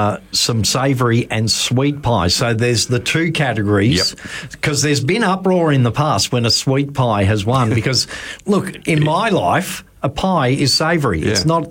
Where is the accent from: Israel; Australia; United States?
Australia; Clunes, Victoria; born there; moved away; I was born in Clunes.